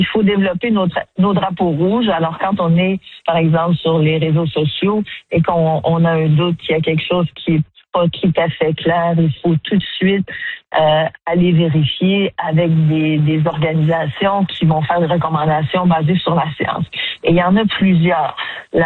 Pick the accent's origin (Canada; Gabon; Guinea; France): Canada; notre pays, le Canada.